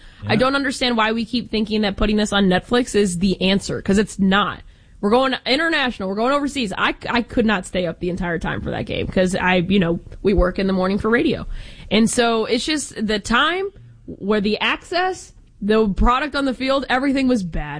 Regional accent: Austin, Texas, United States; Well, because I'm from the great state of Texas, I'm from Austin

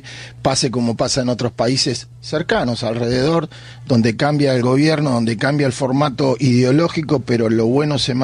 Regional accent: Uruguay; now in Argentina; porque soy uruguayo

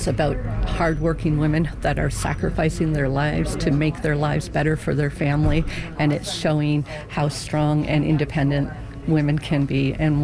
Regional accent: Newfoundland and Labrador, Canada; moved away as an adult; now in Ontario, Canada; I am originally from Newfoundland, but I've been living in Ontario most of my adult life.

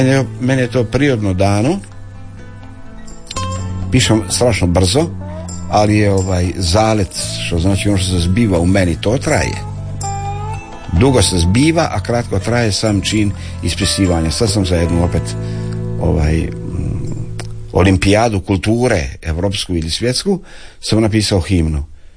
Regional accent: Šibenik, Šibenik-Knin County, Croatia; now in Zagreb, Croatia; ja sam Šibenčanin

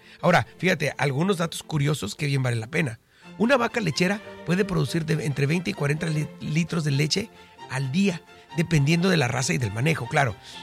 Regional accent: Tijuana, Baja California, Mexico; los que somos tijuanenses, más o menos, y ya viejones como yo, pues más o menos la conocemos y la hemos disfrutado.

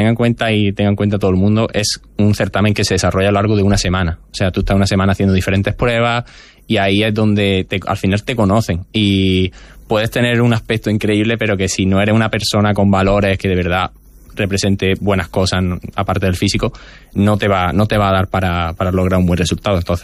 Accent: Andalusia, Spain

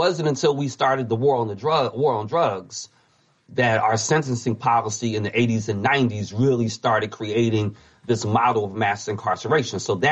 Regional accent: Philadelphia, Pennsylvania, United States; I'm from Philadelphia, as you know.

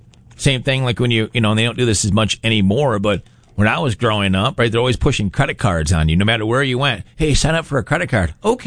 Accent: Rochester, New York, United States; now in Syracuse, United States; I grew up just outside of Rochester and then moved to Syracuse, and that's all I've ever done in my entire life.

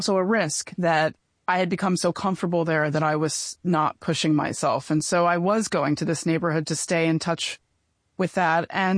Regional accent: New Jersey, United States; now in New York City, United States; I myself am from a provincial place at the Jersey Shore where everybody, you know, votes for Trump these days and, you know, then moved to New York City.

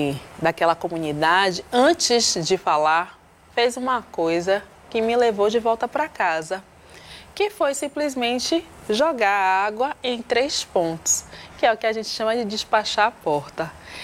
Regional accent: Salvador, Bahia, Brazil; accent: Bahian; como vocês podem perceber com o meu sotaque, baiana, soteropolitana, com muito orgulho.

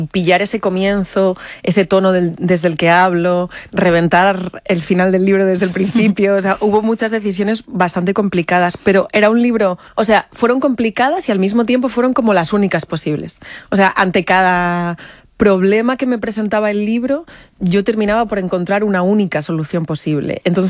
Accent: Madrid, Community of Madrid, Spain; Yo soy de Madrid, pero mis padres son de Extremadura.

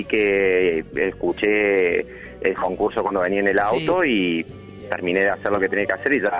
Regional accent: Córdoba, Argentina; Sí, de Córdoba.

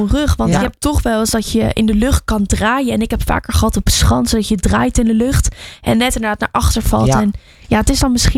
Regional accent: Netherlands

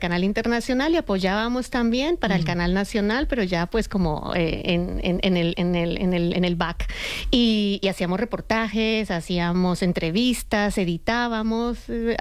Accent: Colombia; moved away as an adult; now in Madrid, Spain; nos sentimos muy orgullosos como colombianos

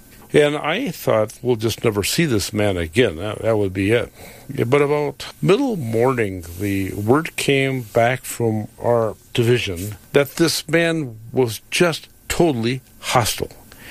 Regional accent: Wisconsin, United States; I'm trying to tell this guy that I am from Wisconsin, and I have three children in our family. I'm the middle of the three children.

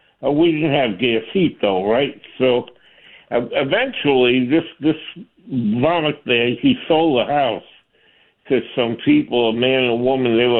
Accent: New York City, New York, United States; now in Providence, United States; I grew up in Brooklyn, but they had rent control. I live in a four flat, okay?

